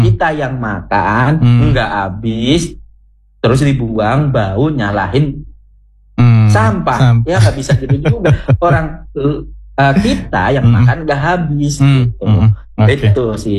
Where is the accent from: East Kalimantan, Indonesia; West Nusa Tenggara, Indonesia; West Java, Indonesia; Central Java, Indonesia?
Central Java, Indonesia; accent: Ngapak; Kita wong Jawa Tengah ngomongnya Jawa ngapak gitu kan, bandres gitu kan.